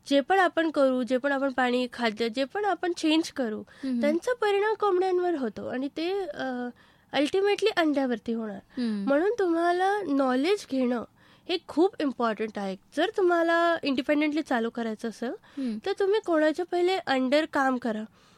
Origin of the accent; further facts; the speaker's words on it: Nagpur, Maharashtra, India; moved away as an adult; now in Ahmednagar, India; मी नागपूरची आहे